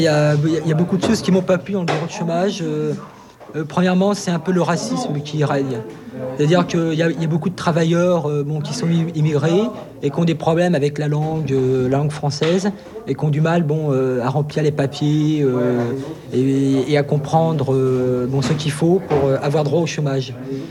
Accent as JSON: {"language": "French", "country": "France", "said": "J'ai fait « Bah oui, je suis français, et en plus, je suis travailleur. »"}